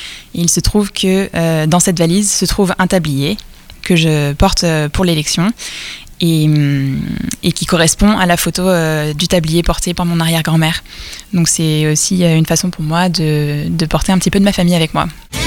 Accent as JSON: {"language": "French", "region": "Brittany", "country": "France", "said": "Et puisque nous étions en Bretagne et que je suis bretonne"}